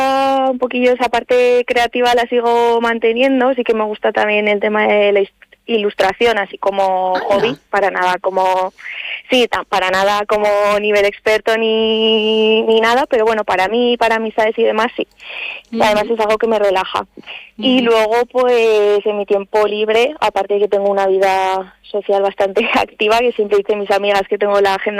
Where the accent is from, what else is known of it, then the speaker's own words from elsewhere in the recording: Teruel, Aragon, Spain; born there; Pues yo soy nacida en Teruel, pero sí que es verdad que, bueno, le tengo mucho cariño al pueblo de mi padre, que es un pequeñito pueblo llamado Lidón.